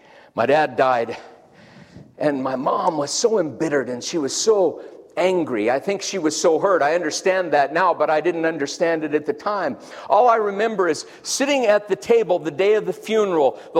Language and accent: English; Denver, Colorado, United States; I grew up in North Denver. And the neighborhood that I grew up in, I was the lone white German kid.